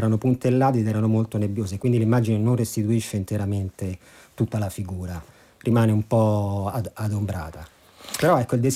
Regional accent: Rome, Lazio, Italy; io sono di Roma

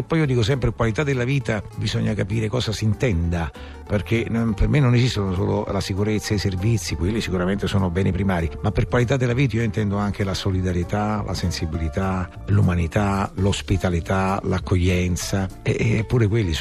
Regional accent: Naples, Campania, Italy; born there; alla mia terra, alla mia Napoli

